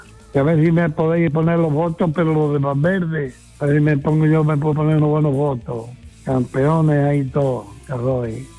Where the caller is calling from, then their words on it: Padul, Andalusia, Spain; de Padul.